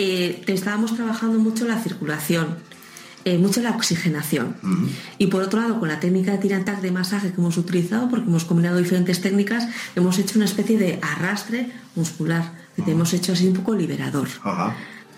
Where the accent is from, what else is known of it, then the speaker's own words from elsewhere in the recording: San Sebastián, Basque Country, Spain; nosotros somos de Donosti, somos de Urumea